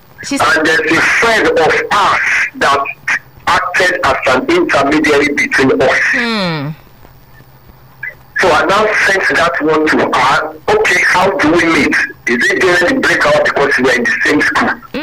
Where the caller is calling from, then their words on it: Ibeka, Nigeria; I'm calling from Ibeka.